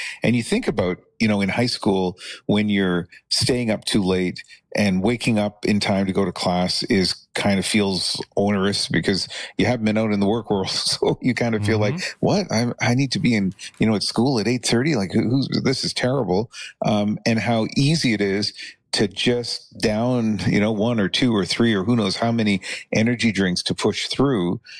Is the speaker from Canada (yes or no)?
yes; Canada; if I have to do my part as a Canadian by eating more honey, that sounds like a pretty easy way to wave the flag.